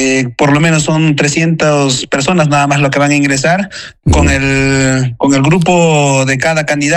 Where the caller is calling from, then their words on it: Chacamarca, Junín, Peru; soy parte de Chacamarca